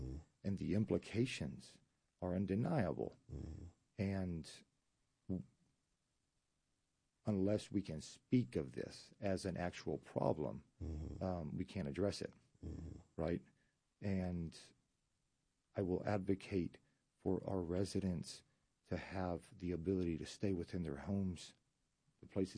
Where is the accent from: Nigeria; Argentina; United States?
Argentina; born or raised there; moved away as an adult